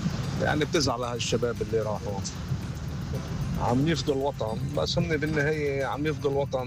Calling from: Mount Lebanon, Lebanon; من الضاحية

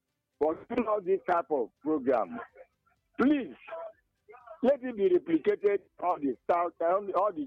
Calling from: Abubra, Cross River, Nigeria; Yes, I call you from Abubra in Cross River Street.

